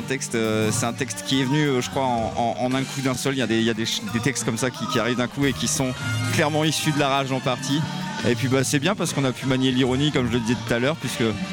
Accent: Calais, Hauts-de-France, France; et du coup on vient de Calais, c'est encore plus pertinent je pense quand on vient de Calais

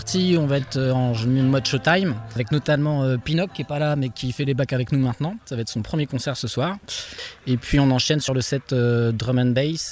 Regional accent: Compiègne, Hauts-de-France, France; Alors, moi, je suis de Compiègne.

